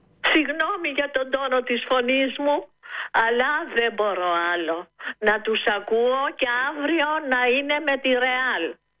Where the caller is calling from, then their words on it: Neo Irakleio, Attica, Greece; Είμαι από Νέο Ηράκλειο.